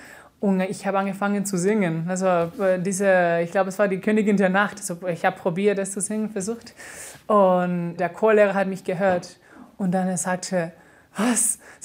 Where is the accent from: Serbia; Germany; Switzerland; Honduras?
Honduras; San Pedro Sula, Cortés; born there; German is a second language; moved away; Ich wurde in Honduras geboren, in einer tropischen Stadt. Sie heißt San Pedro Sula